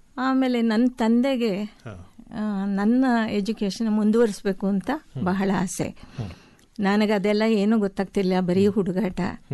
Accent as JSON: {"language": "Kannada", "town": "Shivamogga", "region": "Karnataka", "country": "India", "tie": "born or raised there", "also_born_or_lived": "Madhya Pradesh / Mysuru", "moved": "as an adult", "said": "ಬೆಳೆದಿದ್ದು ಪ್ರಾಥಮಿಕ ಶಿಕ್ಷಣ, ಮಾಧ್ಯಮಿಕ ಶಿಕ್ಷಣ, ಕಾಲೇಜು ಶಿಕ್ಷಣ ಎಲ್ಲ ಶಿವಮೊಗ್ಗದಲ್ಲಿ. ಪೋಸ್ಟ್ ಗ್ರಾಜುಯೇಷನ್ ಮಾಡಬೇಕಾದ್ರೆ ಮೈಸೂರಿಗೆ ಬರಬೇಕಾಗಿತ್ತು."}